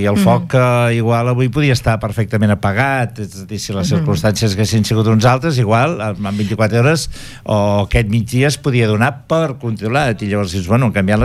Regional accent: Mont-ras, Catalonia, Spain; Jo visc a Mont-ras, soc de Mont-ras

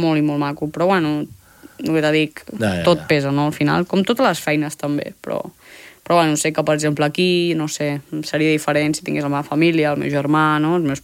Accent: Catalonia, Spain; moved away; sóc catalana, sóc d'aquí

